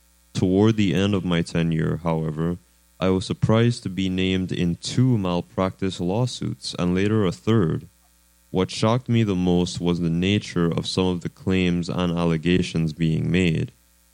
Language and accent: English; U.S. Virgin Islands; moved away as an adult; I was born and raised on St. Thomas, U.S. Virgin Islands. After leaving the Virgin Islands to attend college in Michigan, I completed medical school, a general surgery residency, and an abdominal transplant fellowship.